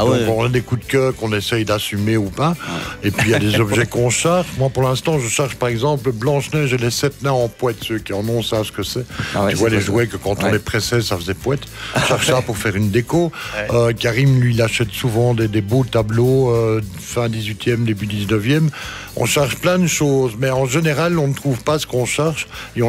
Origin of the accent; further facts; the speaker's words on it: Belgium; Mais comme je suis belge et humble